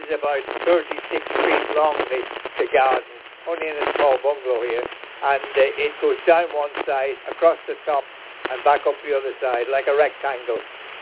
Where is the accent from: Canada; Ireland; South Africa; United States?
Ireland; moved away as an adult; I'm originally from Ireland, and when I before left Ireland, and we had an acre of ground around the bungalow